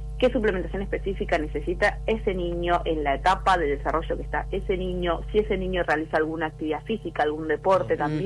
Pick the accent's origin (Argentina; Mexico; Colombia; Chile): Argentina